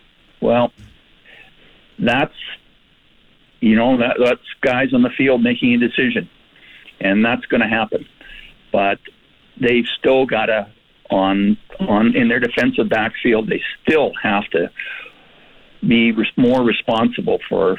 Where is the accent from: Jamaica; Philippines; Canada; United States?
Canada; Edmonton, Alberta; I'm from Edmonton. I've lived here for 57 years, and I'm a Rider fan.